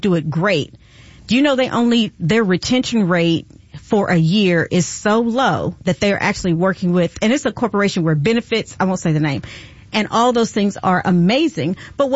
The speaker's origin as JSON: {"language": "English", "region": "Midwest", "country": "United States", "tie": "born or raised there", "said": "I grew up in the Midwest."}